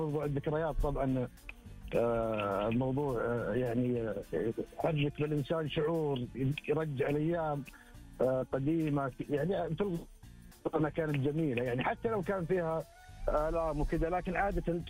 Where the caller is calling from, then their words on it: Riyadh, Riyadh Province, Saudi Arabia; أكلمك من الرياض.